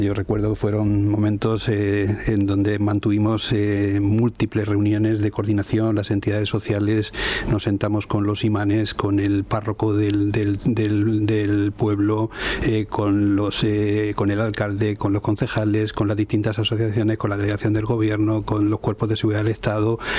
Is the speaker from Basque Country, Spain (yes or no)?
no; Region of Murcia, Spain; born there; Somos murcianos porque hemos nacido en Murcia, pero estamos en una situación en donde ni somos marroquíes ni somos murcianos.